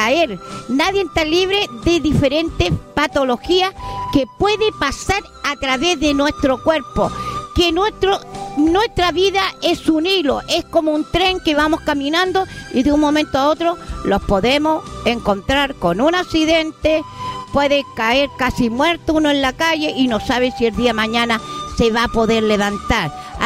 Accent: Chile; los ponemos las pilas como buen chileno, porque somos chilenos y también somos buenos para poder ayudar.

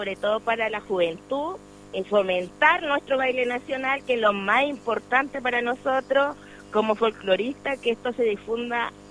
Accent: Coronel, Biobío, Chile; soy de Coronel, nacida y criada de Coronel

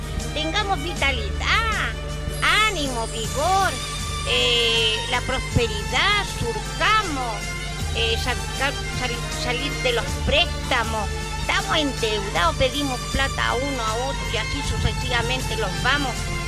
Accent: Chile; a lo buena como chilena que soy, yo le digo las cosas

